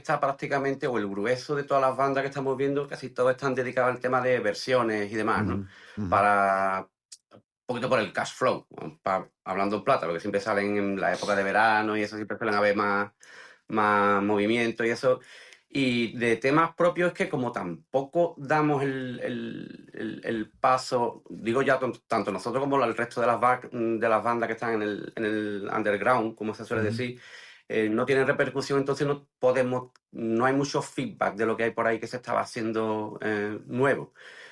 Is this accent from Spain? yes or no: yes; Jerez, Andalusia, Spain; De Jerez, de Jerez.